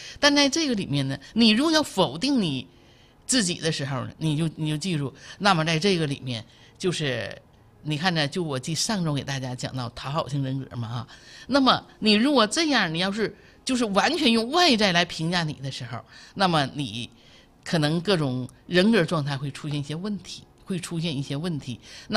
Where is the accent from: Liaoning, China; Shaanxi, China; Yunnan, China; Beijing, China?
Liaoning, China; Jinzhou; accent: Jinzhou; 我特别爱锦州，我特别爱家乡，所以我的口音吧就浓浓的咱那个锦州的那个味道。